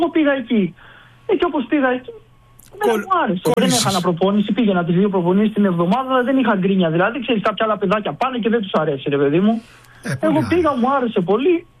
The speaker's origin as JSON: {"language": "Greek", "town": "Larissa", "region": "Thessaly", "country": "Greece", "tie": "born or raised there", "said": "Αλλά εντάξει, για εμάς τώρα είμαι Λαρισαίος, μεγάλωσα εκεί."}